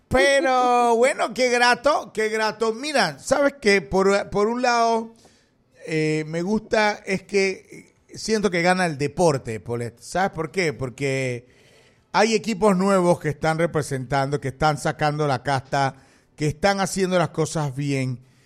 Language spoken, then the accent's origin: Spanish; Panama; yo no soy brasileño, soy panameño.